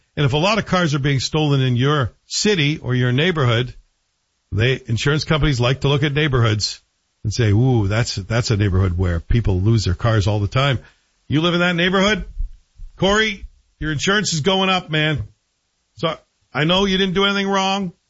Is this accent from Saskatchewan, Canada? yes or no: no; Toronto, Ontario, Canada; moved away as an adult; now in Ottawa, Canada; Toronto's my hometown